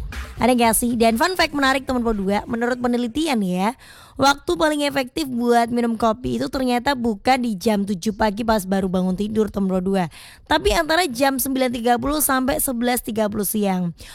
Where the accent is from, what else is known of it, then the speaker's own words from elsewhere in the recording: Sleman, Special Region of Yogyakarta, Indonesia; di Jogja khususnya di Sleman tempatku